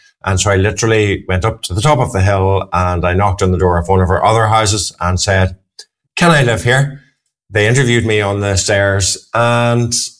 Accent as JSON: {"language": "English", "region": "Northern Ireland", "country": "United Kingdom", "moved": "yes", "lives_now": "Sheffield, United Kingdom", "said": "I live in Sheffield, but the accent might give me away as being from Northern Ireland originally. Live in Sheffield. Part of a community there. I live in a shared house."}